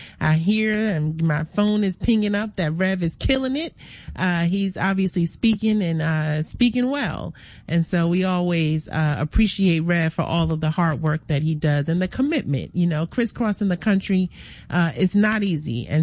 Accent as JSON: {"language": "English", "region": "New York", "country": "United States", "said": "Well, I am a New Yorker"}